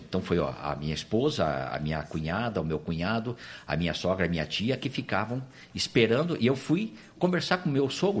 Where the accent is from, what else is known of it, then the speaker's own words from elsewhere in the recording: Curitiba, Paraná, Brazil; born there; Então, eu nasci ali.